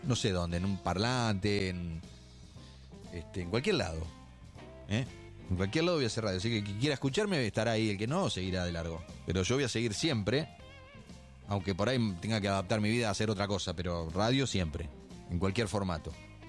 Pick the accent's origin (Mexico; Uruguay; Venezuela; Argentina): Argentina